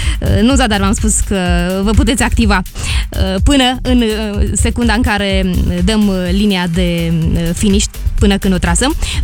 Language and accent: Romanian; Moldova; Țara mea natală are formă de strugure pe hartă și e populată de oameni cunoscuți pentru ospitalitatea lor.